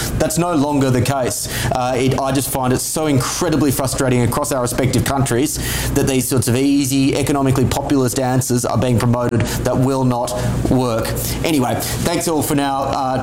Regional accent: Australia; now in United Kingdom; my home country of Australia

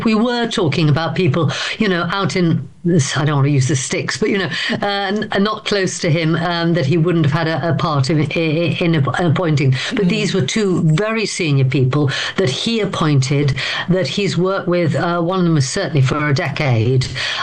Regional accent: Camden, London, United Kingdom; So I'm from Camden. I'm from a home in St Pancras, which is where we've now got a by-election.

